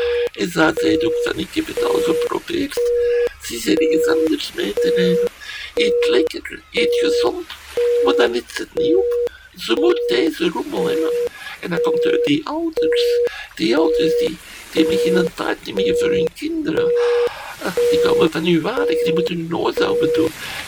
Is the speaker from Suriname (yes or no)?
no; Belgium; Alleen, als Belg moet er maar geen slechte frietjes serveren.